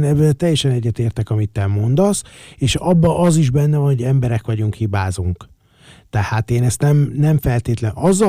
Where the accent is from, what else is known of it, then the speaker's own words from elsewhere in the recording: Hungary; magyarok vagyunk, nem?